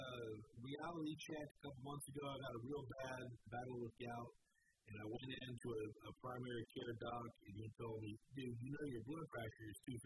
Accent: Richmond, Virginia, United States; born or raised there

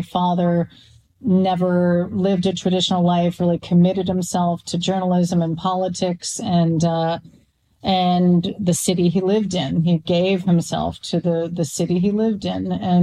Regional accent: Canada; I was raised fully in Canada, indoctrinated to doubt everything in the U.S.

